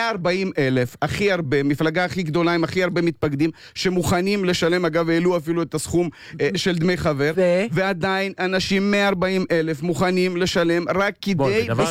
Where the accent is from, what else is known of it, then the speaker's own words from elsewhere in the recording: Haifa, Haifa District, Israel; כמובן את חיפה, אני חיפאי, אני גדלתי פה.